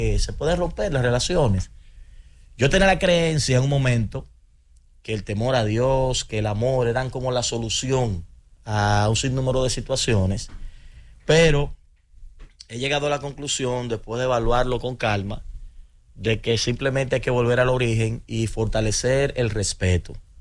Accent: Dominican Republic; como dominicanos, como padres también, soy padre de dos hembras

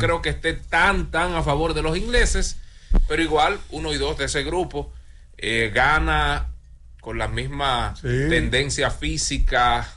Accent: Dominican Republic

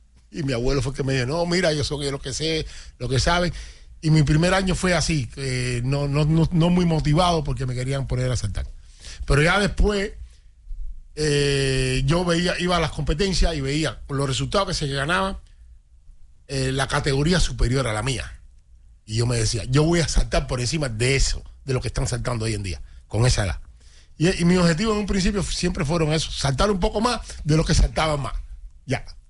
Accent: Limonar, Matanzas, Cuba; en Limonar, de donde yo soy oriundo

